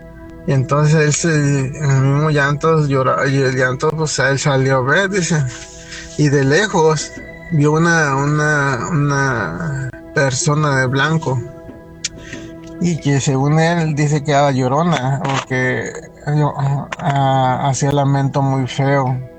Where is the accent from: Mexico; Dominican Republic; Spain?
Mexico; San Luis Potosí; Yo vengo de... soy nativo de San Luis Potosí. Mi papá tenía un... su terreno donde vivíamos, tenía un terreno grande.